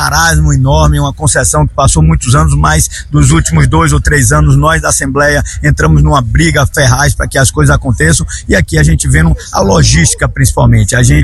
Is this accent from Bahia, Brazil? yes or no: yes; Bahia, Brazil; born there; olha, eu sou baiano, eu sou filho dessa terra que tanto faz.